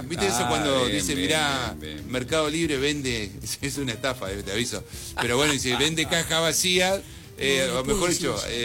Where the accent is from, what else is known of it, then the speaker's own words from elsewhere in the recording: Carmen de Patagones, Buenos Aires Province, Argentina; No, pero somos de Patagones, Viedma, sacá esto antes que te llenemos el coso de patada, ¿no?